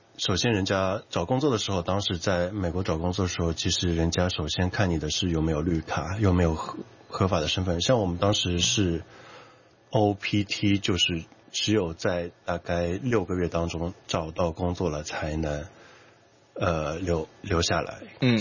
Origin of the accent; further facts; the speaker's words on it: Shanghai, China; moved away as an adult; also born or lived in United States; now in Hong Kong; 我本身是上海人。